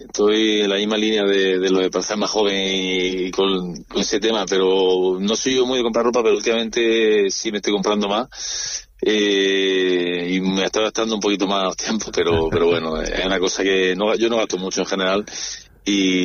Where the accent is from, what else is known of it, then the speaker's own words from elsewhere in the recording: Jaén, Andalusia, Spain; en Los Arcos, que fue donde nací, en la zona de los Sauces, en la plaza Cervantes, de ahí cerca de Arimelia, en Jaén, desde hasta los 19 años, 100% en Jaén